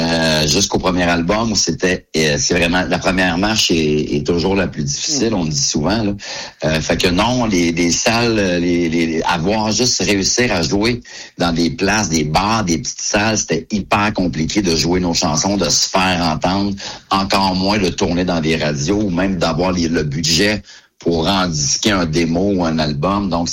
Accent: Drummondville, Quebec, Canada; notre dernier show chez nous à Drummondville.

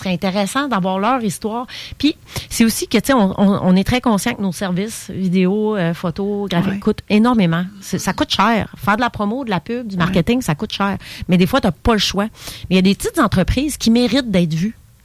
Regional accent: Portneuf, Quebec, Canada; je suis de Portneuf.

